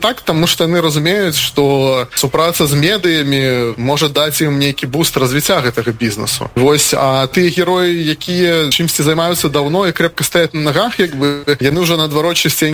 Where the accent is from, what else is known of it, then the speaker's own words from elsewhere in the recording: Belarus; и мы, белорусы, по менталитете, как бы, такие тихие некие.